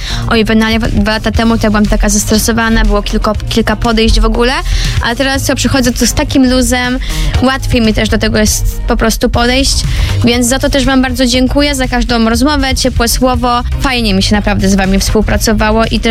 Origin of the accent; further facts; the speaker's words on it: Kuyavian-Pomeranian Voivodeship, Poland; moved away as an adult; now in Toruń, Poland; ja w ogóle nie pochodzę z Torunia. Jestem spod Torunia, z Borów Tucholskich i bardzo lubiłam rowerem jeździć. U nas jest pełno lasów